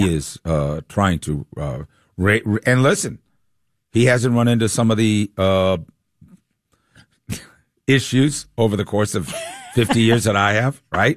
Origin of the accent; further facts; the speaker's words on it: Boston, Massachusetts, United States; now in Atlanta, United States; I'm from Boston.